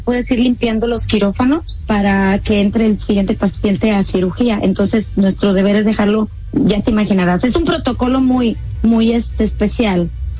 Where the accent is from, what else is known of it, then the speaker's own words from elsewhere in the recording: Guadalajara, Jalisco, Mexico; now in United States; Soy de Guadalajara, Jalisco, y soy cantante desde los 7 años más o menos.